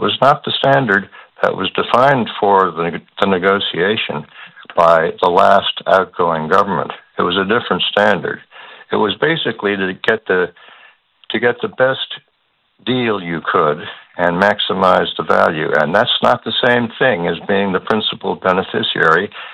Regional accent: Newfoundland and Labrador, Canada; I'm also a Newfoundlander and Labradorian with deep roots in this province and a deep love and affection for it.

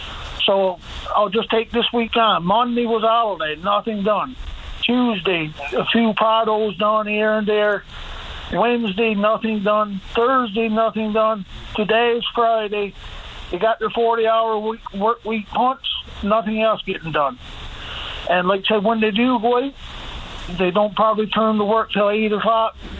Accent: Burgeo, Newfoundland and Labrador, Canada; No, I'm in a corner, but I'm from Burgio.

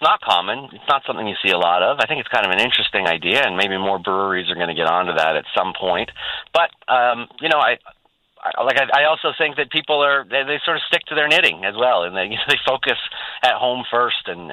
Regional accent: Canada; I hope, as a Canadian, not as a brewer, but as a Canadian, I hope this is the beginning of a lot more rethinking about how we act.

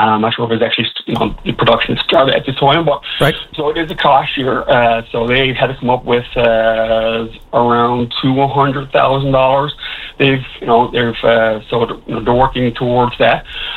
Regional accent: Gander, Newfoundland and Labrador, Canada; I come from Wight and Gander

